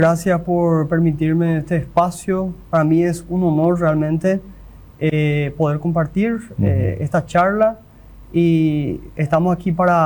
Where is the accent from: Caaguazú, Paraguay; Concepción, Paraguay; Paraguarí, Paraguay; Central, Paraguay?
Concepción, Paraguay; moved away as an adult; now in Filadelfia, Paraguay; yo soy oriundo de Concepción, esa es mi ciudad natal, pero desde hace 11 años que estoy radicado acá en el Chaco, acá en Filadelfia